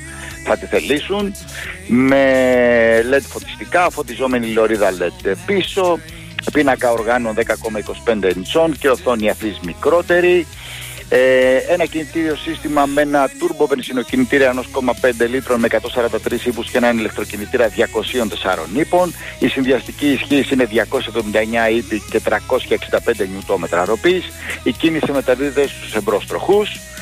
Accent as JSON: {"language": "Greek", "town": "Seliana", "region": "Western Greece", "country": "Greece", "tie": "born or raised there", "said": "κατέβηκα την Ιόνια οδό για να φτάσω στο χωριό μου στη Σελιάνα"}